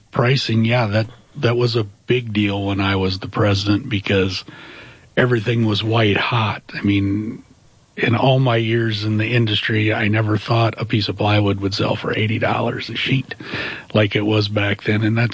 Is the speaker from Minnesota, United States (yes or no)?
yes; Rushmore, Minnesota, United States; And I grew up in Rushmore in Southwest Minnesota, so always kind of around in there